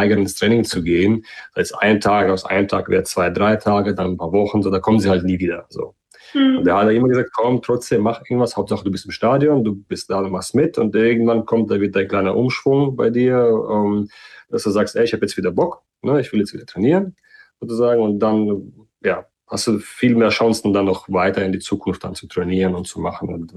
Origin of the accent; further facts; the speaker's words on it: Kazakhstan; now in Germany; Und das war noch in Kasachstan, da wo ich auch herkomme, wo ich geboren bin.